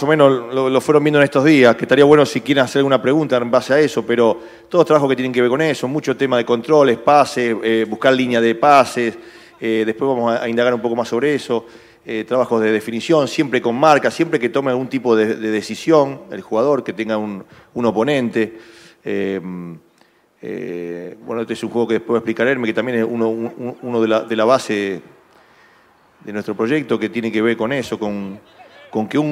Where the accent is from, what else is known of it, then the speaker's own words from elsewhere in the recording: Rosario, Santa Fe, Argentina; yo soy de Rosario